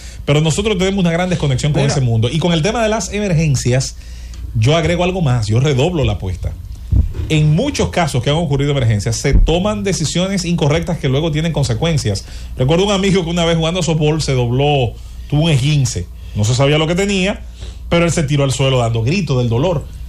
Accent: Santo Domingo, Distrito Nacional, Dominican Republic; born there; En la Francisco Rosario Sánchez con Enriquillo, hay una todavía en Azoya, en la esquina de la cuadra donde yo nací.

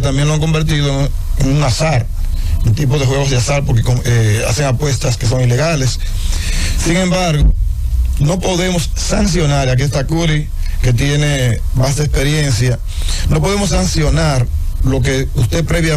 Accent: Santiago, Dominican Republic; y nosotros somos de Santiago, conseguimos los permisos

